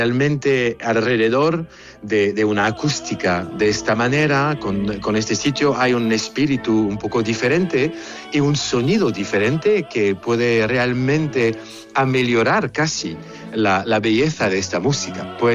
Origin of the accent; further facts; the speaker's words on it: France; Spanish is a second language; Yo soy francés, pero mi madre estaba española